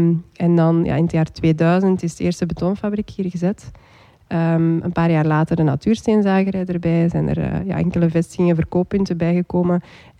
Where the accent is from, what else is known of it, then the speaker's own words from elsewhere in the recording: Puurs-Sint-Amands, Flanders, Belgium; wij zijn afkomstig uit Antwerpen, het Lippeloze.